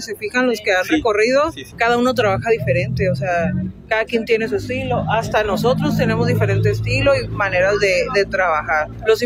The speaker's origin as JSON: {"language": "Spanish", "town": "Ciudad Constitución", "region": "Baja California Sur", "country": "Mexico", "said": "soy artista plástica. plástico de profesión. Venimos de Ciudad Constitución, de un municipio que se llama Comondú, en Baja California Sur."}